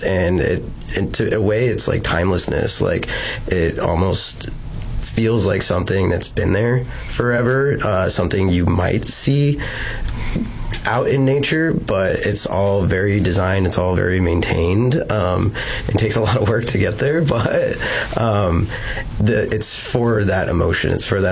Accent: Omaha, Nebraska, United States; Being born and raised in Omaha, like, I never saw one until I went to like one of these remnant prairies

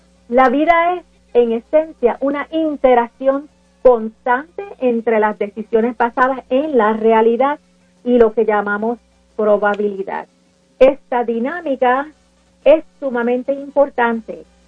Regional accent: Puerto Rico; Yo en mi diario vivir, mi comida, hay elementos de donde yo soy, Puerto Rico.

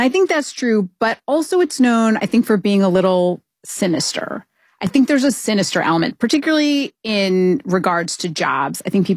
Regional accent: Idaho, United States; now in Brooklyn, United States; which is a brand that I grew up with in Idaho, like a farming brand.

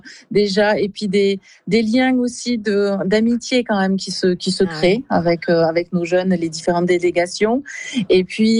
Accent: south of France, France; on comprend rapidement que l'on vient de la France, et surtout du sud de la France.

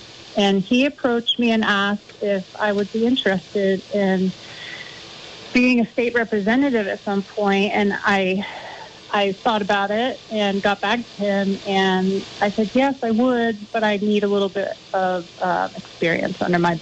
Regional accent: Clarendon, Vermont, United States; now in Mendon, United States; I am a Vermonter. I grew up in Clarendon, Vermont. We moved to Mendon in 2014, right before my youngest daughter was born.

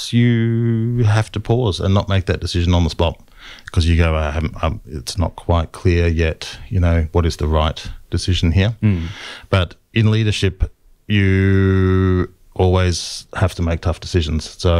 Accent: Melbourne, Victoria, Australia; born or raised there

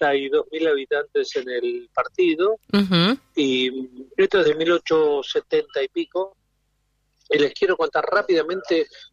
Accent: Tierra del Fuego, Argentina; Me enteré hoy, yo de chico estaba en Tierra del Fuego

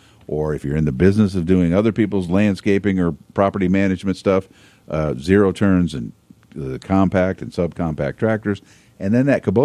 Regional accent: Illinois, United States; I think it speaks to just growing up in Central Illinois

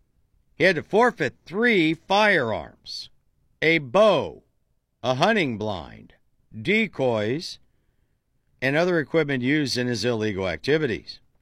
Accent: Dover, Ohio, United States; my hometown of Dover, Ohio.

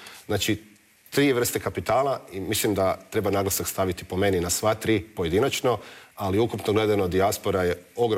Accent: Zagreb, Zagreb County, Croatia; born there; Pa velim, ponavljam, ja sam rođen u Zagrebu

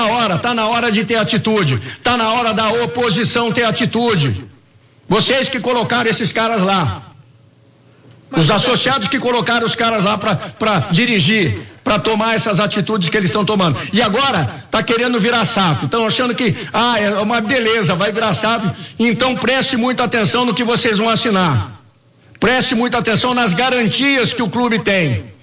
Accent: Campinas, São Paulo, Brazil; Eu, como campineiro, posso falar nisso.

